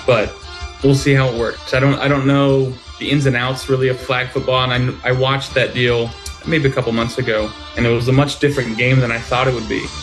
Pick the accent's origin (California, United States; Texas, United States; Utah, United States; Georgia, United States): California, United States; I'm from California. It's in L.A. You know, I live here now.